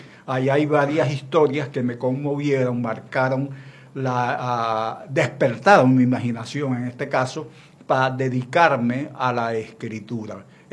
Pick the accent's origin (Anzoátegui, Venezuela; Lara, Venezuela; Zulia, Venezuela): Anzoátegui, Venezuela; El Tigre; soy nativo del Tigre, tengo toda mi trayectoria profesional realizada en la ciudad del Tigre